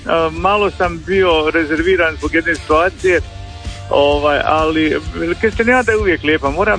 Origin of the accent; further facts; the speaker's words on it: Hrvatska Kostajnica, Sisak-Moslavina County, Croatia; born there; Ja sam iz Kostanjče, inače. Rođen sam dolje i u Kostanjče.